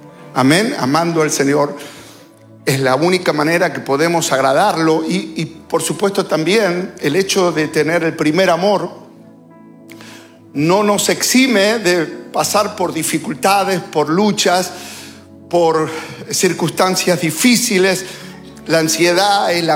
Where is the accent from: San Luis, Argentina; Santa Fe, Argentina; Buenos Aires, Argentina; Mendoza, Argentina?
Buenos Aires, Argentina; Me crié en la Capital Federal